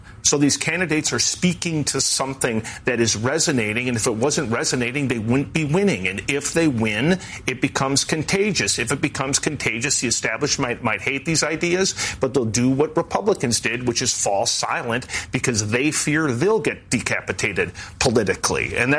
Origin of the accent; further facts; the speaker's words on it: Wisconsin, United States; born there; my home state of Wisconsin